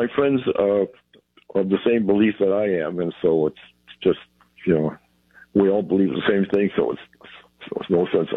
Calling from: Dearborn, Michigan, United States

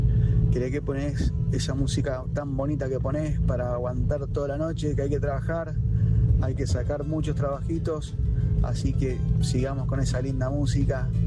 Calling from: Mendoza, Argentina; Acá te habla … desde Mendoza.

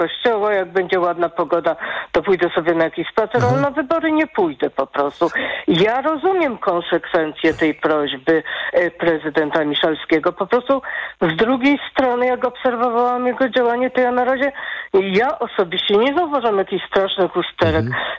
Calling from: Kraków, Lesser Poland, Poland; jestem z Krakowa

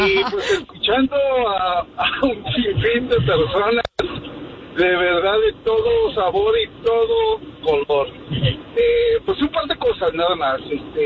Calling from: Chicago, Illinois, United States; De la ciudad de los vientos, Chicago, Illinois.

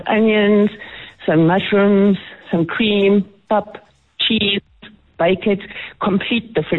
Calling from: Centurion, Gauteng, South Africa; I mean, I'm from Centurion.

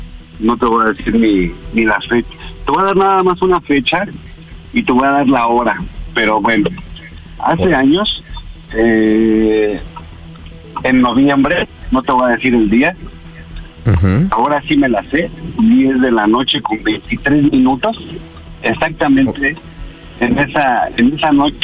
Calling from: Tlalnepantla, State of Mexico, Mexico; 42 años, soy de Tlalnepantla.

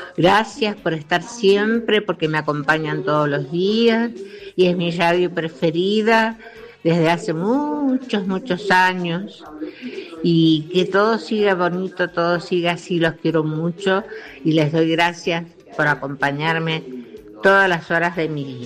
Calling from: Luzuriaga, Mendoza, Argentina; de Luz Uriaga.

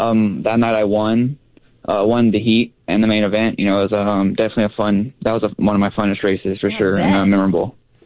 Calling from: Buena Park, California, United States; Buena Park.

